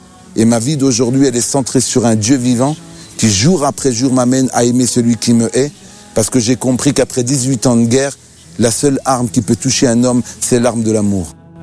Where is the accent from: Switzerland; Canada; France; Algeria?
Algeria; Moi, en tant qu'Algérien, je voulais être un homme fort. Avec ma religion musulmane, je pensais être quelqu'un de capable.